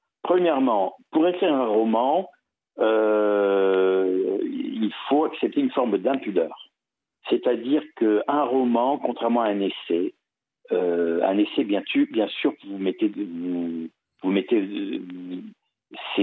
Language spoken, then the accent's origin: French; Corsica, France; du fait que je suis corse